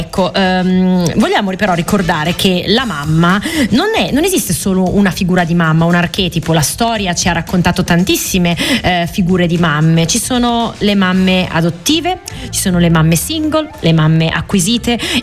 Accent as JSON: {"language": "Italian", "town": "Milan", "region": "Lombardy", "country": "Italy", "accent": "Milanese", "said": "la mia pronuncia è molto più solana, tendente al milanese."}